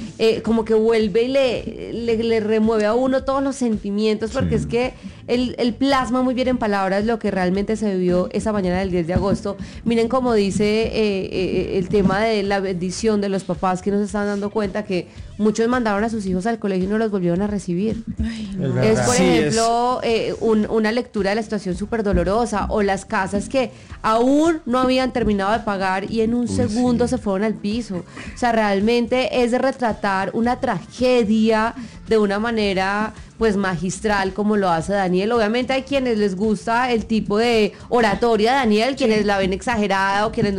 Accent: Colombia; como colombianos se nos acaban los recursos

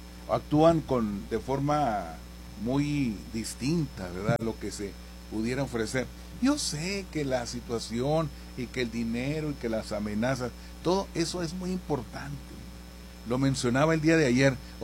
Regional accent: Mexico; esa convicción de que somos mexicanos y esa situación de amor a la patria

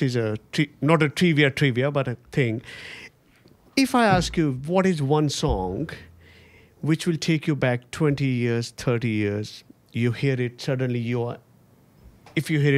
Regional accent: India; moved away as an adult; now in Australia; And for many of us Indians

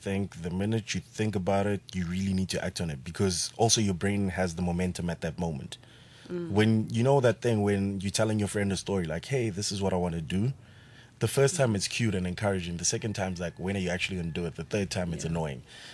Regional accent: Soweto, Gauteng, South Africa; I grew up in Soweto.

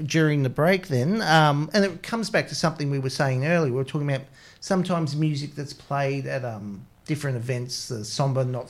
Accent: Australia; moved away; I grew up in the Mallee, moved away, came back to the Mallee for about 7 years before we moved up here.

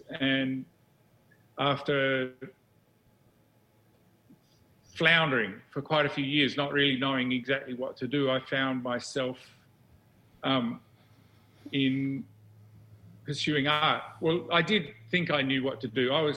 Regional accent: Adelaide, South Australia, Australia; moved away; I'm from Adelaide in Australia, been here. My family's been in Australia for 150 years, about maybe 160, 170, for a while.

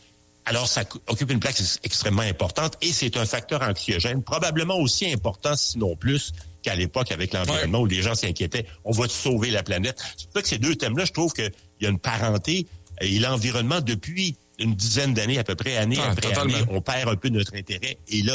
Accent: Quebec, Canada; quand tu prends les grands thèmes dans l'actualité chez nous au Québec

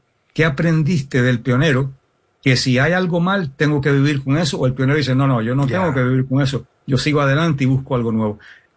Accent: Miami, Florida, United States; Y un ejemplo, yo me crié en Miami.

